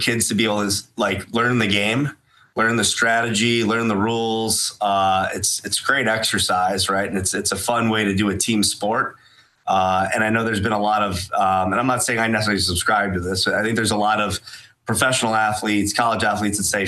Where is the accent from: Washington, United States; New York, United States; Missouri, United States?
New York, United States; Buffalo; It's just that's a fact of life in growing up in Buffalo.